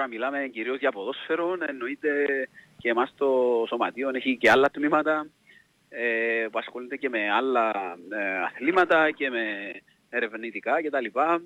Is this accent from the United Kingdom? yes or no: no; Peristerona, Cyprus; Εγώ μεγάλωσα στην Περιστερών.